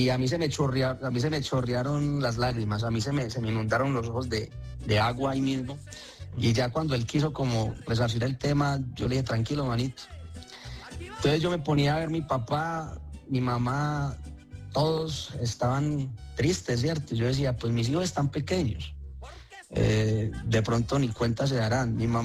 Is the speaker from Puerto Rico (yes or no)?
no; San Carlos, Colombia; mamá me manda a presentarme en el Festival de la Canción allá en San Carlos, en mi tierra natal